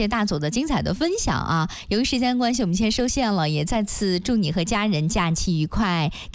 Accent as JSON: {"language": "Chinese", "region": "Hebei", "country": "China", "said": "咱们河北人"}